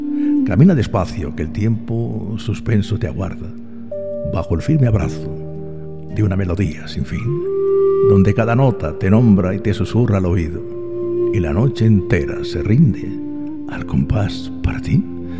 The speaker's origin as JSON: {"language": "Spanish", "region": "Region of Murcia", "country": "Spain", "said": "Es mi tierra, aunque mi tierra es España, el mundo. Pero claro, ahí tengo todas mis raíces, ¿verdad? Mis raíces vienen de ahí, de Murcia"}